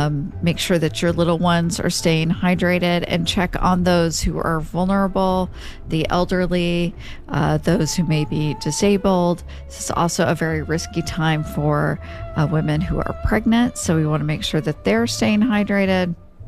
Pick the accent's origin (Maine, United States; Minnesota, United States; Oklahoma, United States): Oklahoma, United States; moved away; I grew up in Oklahoma where it is very hot